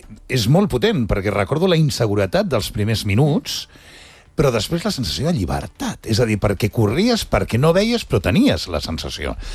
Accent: Premià de Mar, Catalonia, Spain; jo soc de Premià.

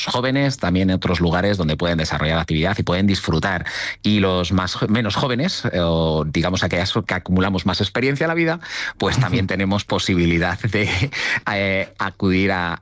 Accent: Burgos, Castile and León, Spain; born there; soy de aquí, de Burgos, nacido en Burgos

